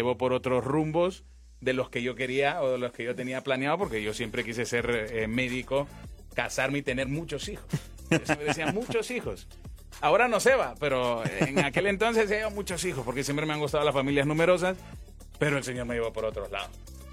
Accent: Tegucigalpa, Francisco Morazán, Honduras; Soy originario aquí de Tegucigalpa, de Luarque.

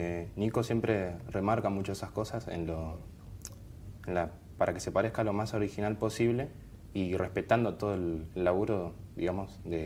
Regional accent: Isidro Casanova, Buenos Aires Province, Argentina; Yo soy del municipio de La Matanza, de la localidad de Isidro Casanova.

